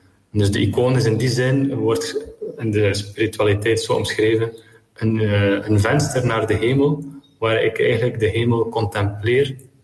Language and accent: Dutch; Belgium; ik ben echt enorm beginnen houden van mijn land.